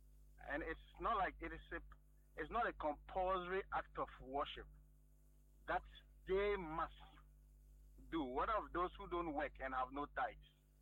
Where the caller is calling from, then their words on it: Accra, Greater Accra, Ghana; I'm calling from Accra.